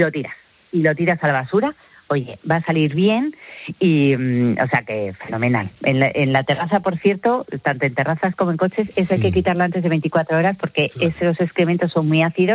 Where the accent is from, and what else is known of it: Spain